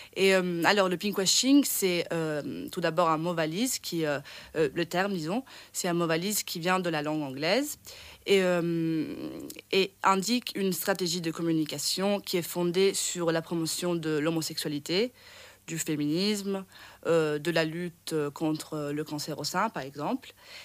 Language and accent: French; Syracuse, Sicily, Italy; French is a second language; moved away as an adult; now in Brussels, Belgium; Alors moi je viens d'Italie, je viens de la Sicile, plus précisément de Syracuse. Et voilà, je suis ici à Bruxelles depuis très peu de temps, disons 6 mois.